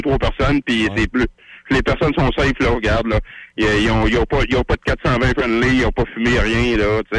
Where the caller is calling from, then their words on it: Lévis, Quebec, Canada; Moi, je suis à Lévis, ici, le soir, là.